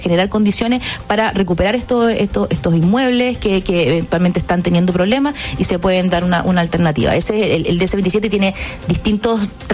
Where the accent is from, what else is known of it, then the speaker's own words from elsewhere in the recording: Valparaíso, Chile; yo tengo que poner un punto acá porque claro, yo soy de Valparaíso, entonces estamos acostumbrados también a tener reconstrucciones asociadas